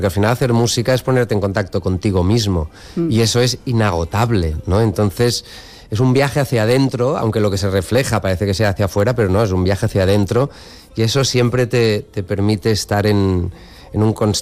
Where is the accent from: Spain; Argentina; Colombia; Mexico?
Spain